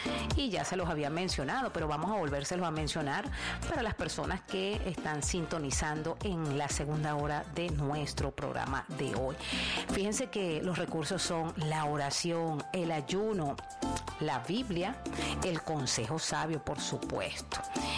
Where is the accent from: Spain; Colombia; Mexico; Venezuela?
Venezuela; Lara; moved away; del estado Lara, mi tierra natal.